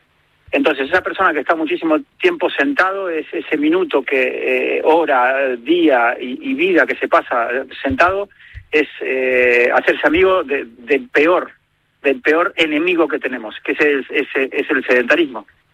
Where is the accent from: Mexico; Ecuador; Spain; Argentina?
Spain; moved away; yo hace nada vine de España y hace 25 años